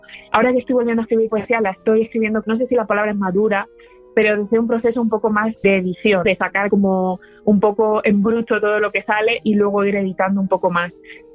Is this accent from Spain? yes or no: yes; Albacete, Castilla-La Mancha, Spain; moved away as an adult; No vivo allí desde los 18 años y claro, ya voy a hacer el mes que viene 32.